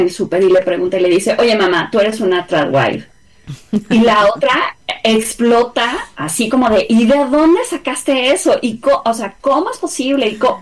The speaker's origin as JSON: {"language": "Spanish", "country": "Mexico", "said": "a mí, como mexicana"}